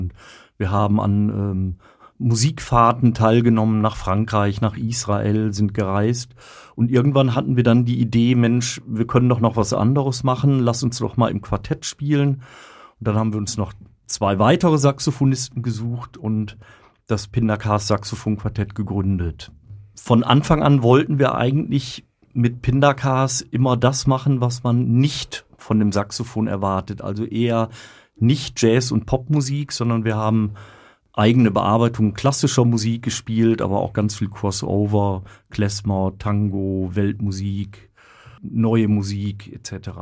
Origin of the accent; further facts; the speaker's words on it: Oberhausen, North Rhine-Westphalia, Germany; moved away as an adult; now in Münster, Germany; Ich bin aufgewachsen im Ruhrgebiet in Oberhausen und 1990 zum Studium nach Münster gekommen und wie so viele Studierende dann irgendwann hier hängen geblieben in dieser schönen Stadt.